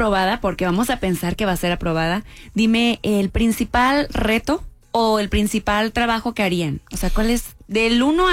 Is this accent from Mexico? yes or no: yes; Mexico